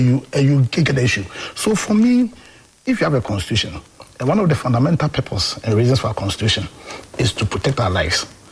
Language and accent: English; Accra, Greater Accra, Ghana; also born or lived in Kumasi; I'm a Kumasi born boy who grew up in Accra.